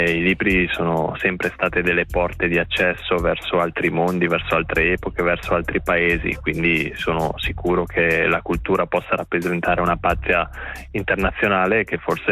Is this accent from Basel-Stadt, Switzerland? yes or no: no; Ticino, Switzerland; moved away; Io rispondo sempre che vengo dal sud della Svizzera e poi specifico che è la parte in cui si parla italiano.